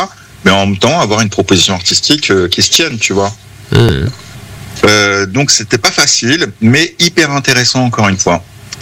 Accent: Évreux, Normandy, France; Absolument, j'ai grandi à la Madeleine.

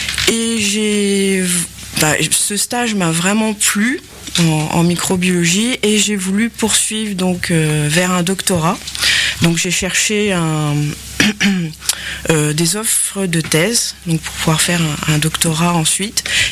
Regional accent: Cherbourg, Normandy, France; Je suis originaire en fait de Cherbourg, dans la Manche.

